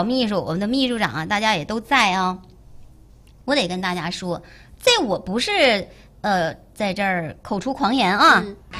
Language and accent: Chinese; Northeast China, China; 和咱们东北话